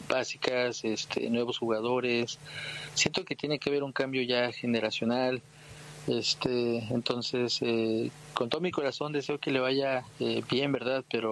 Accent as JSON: {"language": "Spanish", "country": "Mexico", "said": "como mexicano quiero que siempre le vaya bien a México"}